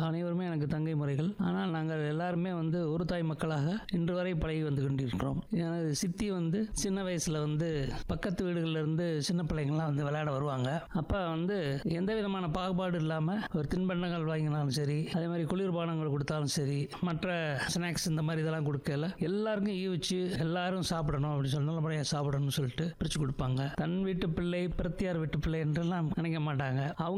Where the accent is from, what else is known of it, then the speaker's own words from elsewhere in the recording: Madurai, Tamil Nadu, India; born there; நான் மதுரையிலிருந்து பிறந்து வந்தேன்.